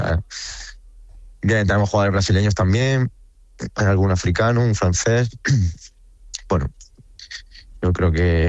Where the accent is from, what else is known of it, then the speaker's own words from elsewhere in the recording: Spain; moved away as an adult; now in Ukraine; somos 5 españoles en el cuerpo técnico